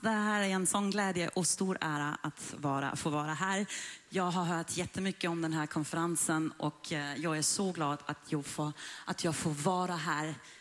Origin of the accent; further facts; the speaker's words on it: Iran; now in Sweden; När människor hör att jag är uppvuxen i Iran så frågar de ofta hur det liksom är där eller hur det var att växa upp där.